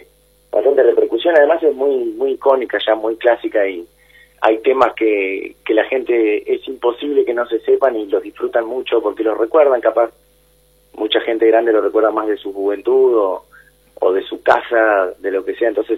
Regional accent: Córdoba, Argentina; dirás que es porque soy del sur de Córdoba

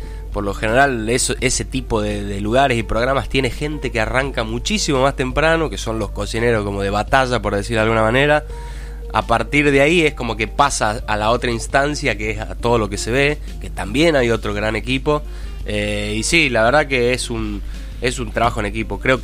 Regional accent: Salta, Argentina; born there; moved away as an adult; yo en Salta, acostumbrado a hacer empanada locro, mazamorra.

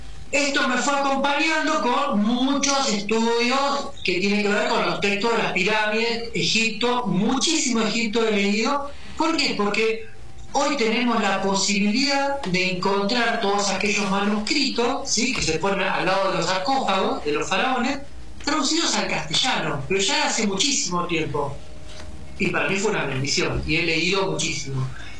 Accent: Quilmes, Buenos Aires Province, Argentina; aparte somos todas de Quilmes.

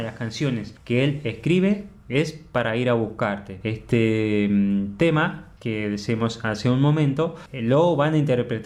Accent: Mendoza, Argentina; Y somos mendocinos

